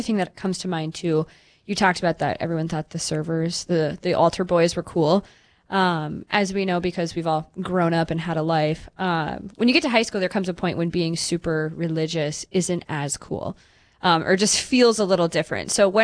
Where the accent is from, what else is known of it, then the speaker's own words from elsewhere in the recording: Missoula, Montana, United States; born there; moved away; also born or lived in Dickinson, North Dakota; I was born in Missoula?